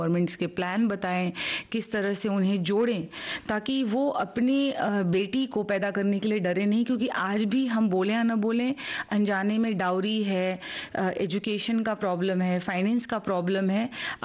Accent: Uttar Pradesh, India; क्योंकि हम उत्तर प्रदेश से हैं

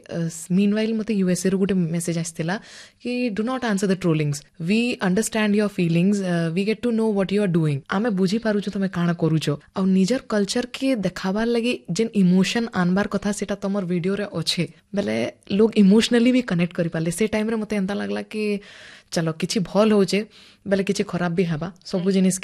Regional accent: Sambalpur, Odisha, India; but steel ଆମେ ସମ୍ବଲପୁରରୁ first time Mumbai ଯାଉଥିଲୁ ସଭେ

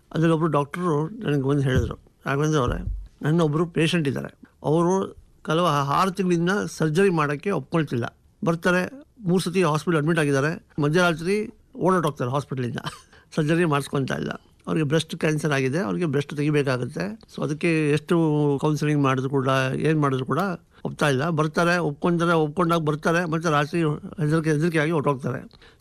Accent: Bengaluru, Karnataka, India; ಮೂಲತಃ ನಾನು ಬೆಂಗಳೂರವನು.

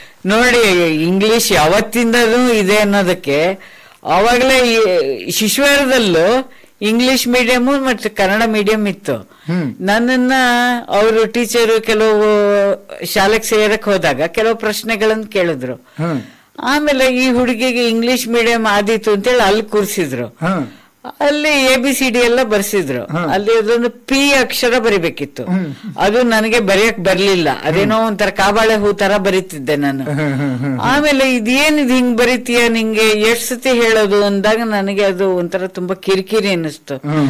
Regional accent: Shivamogga, Karnataka, India; first language Konkani; Kannada is a second language; also born or lived in Chikkamagaluru; ಅಲ್ಲಿಂದ ನಾನು 6 ತಿಂಗಳ ಮಗುವಾಗಿದ್ದಾಗ ಚಿಕ್ಕಮಂಗ್ಳೂರಿಂದ ಶಿವಮೊಗ್ಗಕ್ಕೆ ಬಂದಿದ್ದು. ಹಂಗಾಗಿ ನಾನು ಕಣ್ ತೆರೆದಿದ್ದು ಮಾತ್ರ ಚಿಕ್ಕಮಂಗ್ಳೂರ್ನಲ್ಲಿ, ಅಂದ್ರೆ ಮೊದಲ ಉಸಿರು ಪಡೆದದ್ದು ಚಿಕ್ಕಮಂಗ್ಳೂರಲ್ಲಿ.

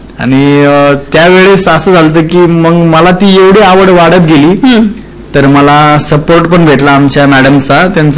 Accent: Thane, Maharashtra, India; also born or lived in Beed; तर मी ठाण्यामध्ये राहिलेलो आहे, म्हणजे माझं लहानपण पूर्ण ठाण्यामध्येच आहे. मी ठाण्यामध्ये कमीत कमी 8वी पर्यंत शिकलोय. 8वी नंतर मी बीडला आलो

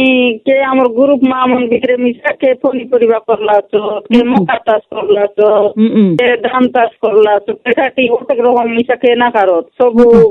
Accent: Barangguda, Odisha, India; ଆମର ଗାଁ ବାରଙ୍ଗୁଡା GP ରାନୀଗୁଡା ତାନା Kundra post office ଭୂଷାଙ୍ଗୁଡା

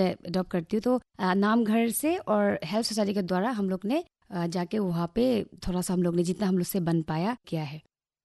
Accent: Haflong, Assam, India; मैं हाफलोंग की रहने वाली हूँ।

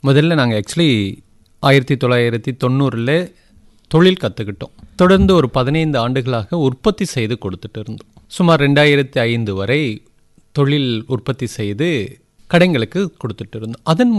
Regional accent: Tamil Nadu, India; now in Dharmapuri, India; ஜருகன் ஒரு சின்ன கிராமத்திலிருந்து வந்திருக்கோம்.

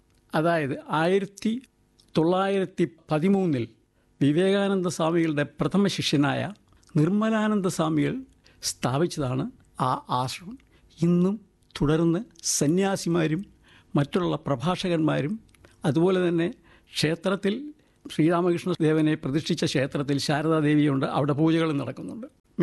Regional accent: Thiruvalla, Kerala, India; ഞാൻ ജനിച്ചു വളർന്നത് മധ്യ തിരുവിതാംകൂറിലെ തിരുവല്ല എന്ന് പറഞ്ഞ സ്ഥലത്താണ്. അതിനൊരു പ്രത്യേകതയുള്ളത്, കേരളത്തിൽ എവിടേക്കും യാത്ര ചെയ്യാൻ ഒരു സെൻറ്റർ, അതാണ് ഞങ്ങളുടെ നാടിൻ്റെ ഒരു സവിശേഷത.

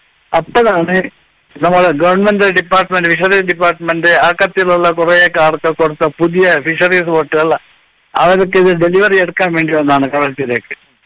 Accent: Lakshadweep, India; ലക്ഷദ്വീപിലെ ഓടത്തിലുള്ള ഒരു യാത്ര, 8-ാം ക്ലാസ് പഠിക്കുന്നവരെ ഞാൻ നാട് വിട്ടിട്ടില്ല.

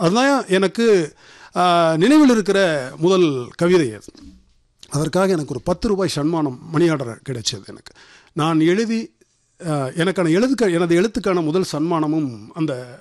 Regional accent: Palani, Tamil Nadu, India; நான் பழனியை சேர்ந்தவன்.

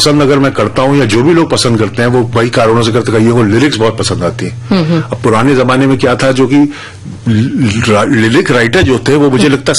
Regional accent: Uttarakhand, India

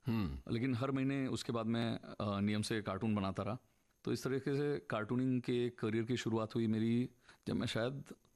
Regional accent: Bhilai, Chhattisgarh, India; एक दशमेश लाइब्रेरी करके हमारे शहर में लाइब्रेरी हुआ करती थी भिलाई में, गोल मार्केट में, बहुत बड़ी लाइब्रेरी थी।

